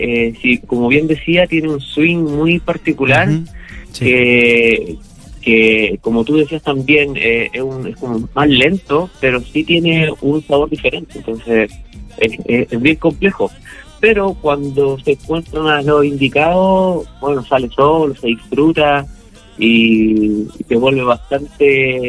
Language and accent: Spanish; Valparaíso, Chile; also born or lived in Viña del Mar; Somos directamente de Valparaíso y Viña del Mar.